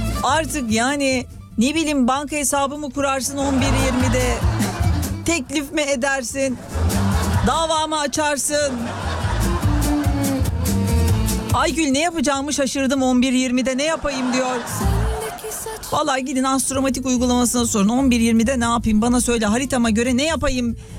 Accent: Adana, Turkey; born there; Ben niye Adana'da doğdum mesela?

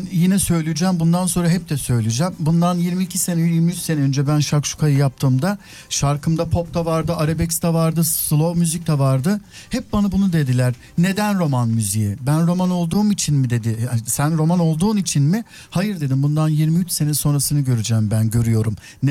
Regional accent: Istanbul, Turkey; Benim en zor zamanlarımda beni sarıp sarmalayan yine Kuştepe oldu.

